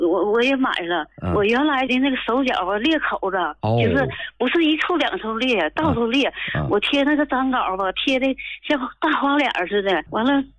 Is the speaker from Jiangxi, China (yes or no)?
no; Shenyang, Liaoning, China; 我是沈阳的